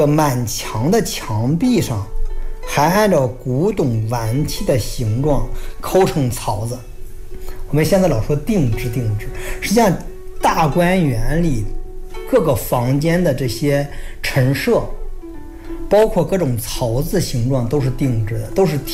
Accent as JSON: {"language": "Chinese", "country": "China", "said": "我们中国人"}